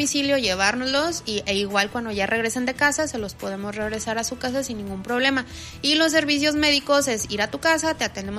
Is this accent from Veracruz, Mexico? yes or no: no; Mexico City, Mexico; Yo vengo de la Ciudad de México, entonces allá pues todo es mucho caos